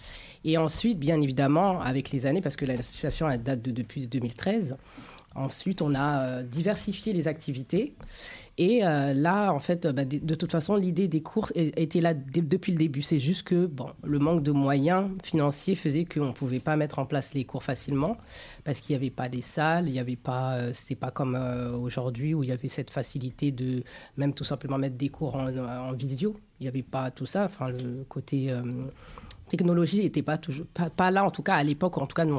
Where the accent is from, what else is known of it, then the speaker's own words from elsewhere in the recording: Paris, Île-de-France, France; moi, je suis une Parisienne et dans le 18e.